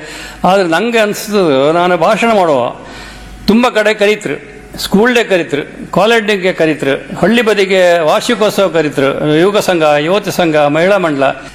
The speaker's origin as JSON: {"language": "Kannada", "region": "Karnataka", "country": "India", "accent": "Kundapura Kannada", "first_language": "Kundapura Kannada", "said": "ಹಾಗಾಗಿ ನಮ್ಮ ಕುಂದಾಪುರ ಕನ್ನಡ ನಮ್ಮ ರಕ್ತದಾಗಿತ್ತು, ನಾವು ಹುಟ್ಟಿಲ್ಲಾಗಾಯ್ತು ಅದನ್ನೇ ಮಾತಾಡಕ್ಕಂತ ಬಂದವರು."}